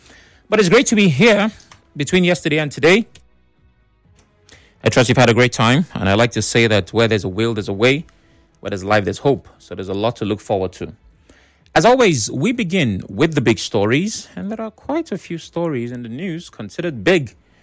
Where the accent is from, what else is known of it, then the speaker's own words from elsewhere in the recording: Nigeria; being Nigerian, I was indifferent.